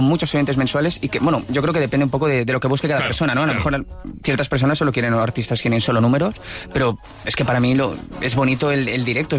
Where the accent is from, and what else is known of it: Valencian Community, Spain